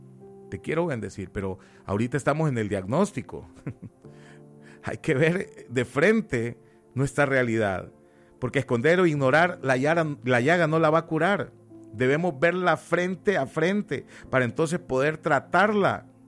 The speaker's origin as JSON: {"language": "Spanish", "country": "Honduras", "moved": "yes", "said": "nosotros como nación, Honduras, porque soy hondureño, aunque vivo en otro país"}